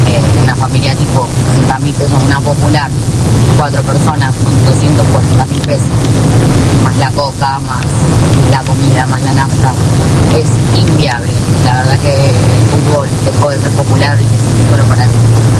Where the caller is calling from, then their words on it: La Plata, Buenos Aires Province, Argentina; soy de La Plata. Estoy en viaje por Ruta 3 a Azul.